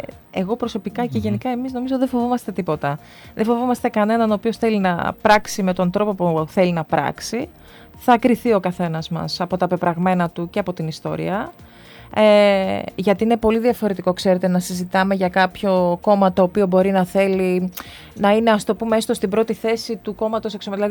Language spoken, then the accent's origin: Greek; Eastern Macedonia and Thrace, Greece; επειδή εγώ είμαι και από το Βορρά, εγώ είμαι από τον Εύρο, ας το πούμε.